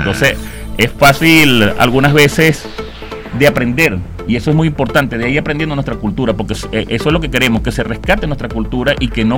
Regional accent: Puerto Ayacucho, Amazonas, Venezuela; born there; Yo, por lo menos, nací en la capital, Puerto Ayacucho, y solamente me sé el saludo de mi pueblo.

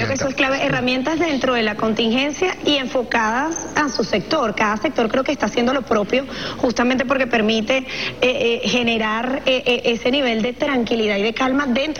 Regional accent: Venezuela

